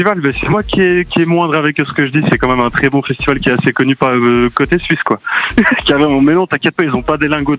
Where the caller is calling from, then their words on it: Crozet, Auvergne-Rhône-Alpes, France; je suis de l'Ain, dans le 01.